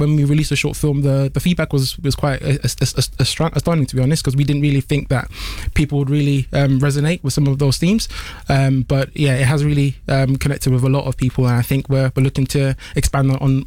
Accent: London, United Kingdom; born there; also born or lived in Tottenham / Enfield; So I grew up in North London. I lived in Tottenham, and then I moved to Enfield. So I first moved to London, I was a Tottenham away, and then North London, and then Enfield.

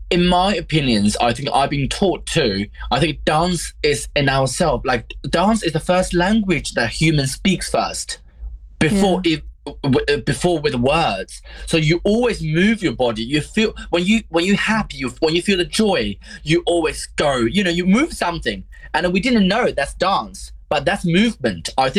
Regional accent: China; moved away; But growing up in China

